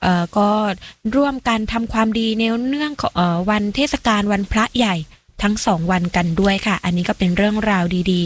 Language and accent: Thai; Southern Thailand, Thailand; ก็ถือเป็นความภาคภูมิใจที่เราพี่น้องชาวคนใต้นะคะ